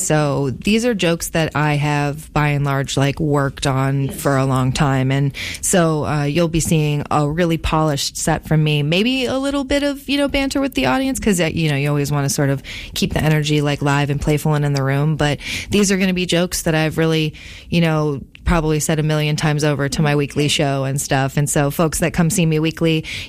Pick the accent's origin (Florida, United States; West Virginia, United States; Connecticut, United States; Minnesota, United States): Florida, United States; also born or lived in Los Angeles; now in Grand Rapids, United States; Yeah, so I'm a Grand Rapids transplant. I'm from Florida originally by way of Los Angeles and have been here about 9 years all told.